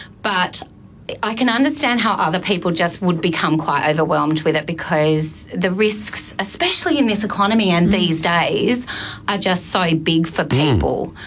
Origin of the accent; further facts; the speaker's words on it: Murray, Australia; because I am from the Murray, I just love the area.